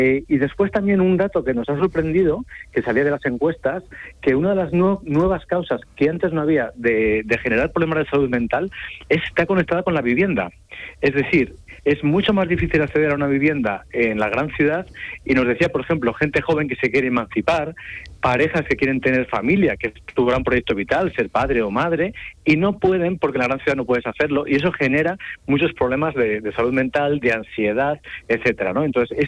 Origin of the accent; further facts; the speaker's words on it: Palencia, Castile and León, Spain; now in Benalmádena, Spain; Yo soy de Palencia, con peno de Valencia, que sí. Es una de esas ciudades que decías en Melín de intermedias, de 70.000 habitantes. Vivo mucho tiempo ahora en Benalmádena, en Málaga, pero me muevo por trabajo mucho a Madrid. O sea, yo soy de los que me muevo por muchos sitios.